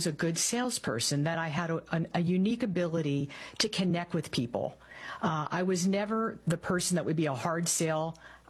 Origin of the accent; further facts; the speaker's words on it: Philadelphia, Pennsylvania, United States; I am from the far northeast, Philadelphia, and I'm the oldest of three.